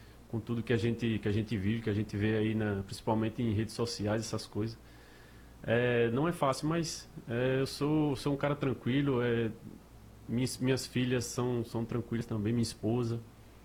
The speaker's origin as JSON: {"language": "Portuguese", "town": "Maceió", "region": "Alagoas", "country": "Brazil", "moved": "yes", "lives_now": "Recife, Brazil", "said": "Eu como sou de Maceió"}